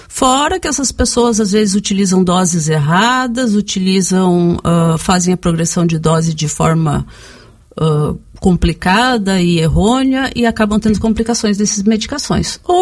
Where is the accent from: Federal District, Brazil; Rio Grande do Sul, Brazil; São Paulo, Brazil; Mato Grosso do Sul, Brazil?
Rio Grande do Sul, Brazil; Porto Alegre; moved away as an adult; also born or lived in Santa Maria / Pelotas; now in Pato Branco, Brazil; Eu nasci em Santa Maria, mas me criei em Porto Alegre.